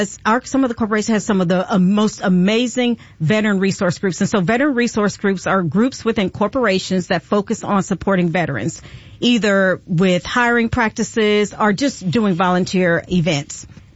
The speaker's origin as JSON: {"language": "English", "region": "Midwest", "country": "United States", "tie": "born or raised there", "said": "I grew up in the Midwest."}